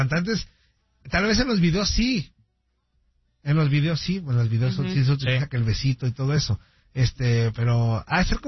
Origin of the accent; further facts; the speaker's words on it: Mexico; Creo que nuestra idiosincrasia como mexicanos es difícil aceptar que otro...